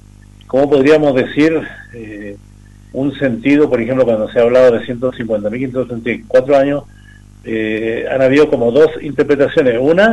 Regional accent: Arica y Parinacota, Chile; lo que somos como región de Arica Parinacota

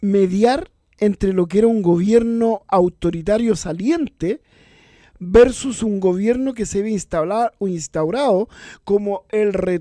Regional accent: Chile

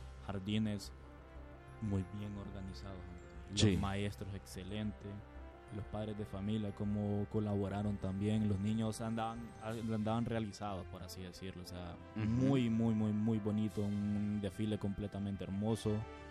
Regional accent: Honduras; Eso es lo que nos hace hondureños.

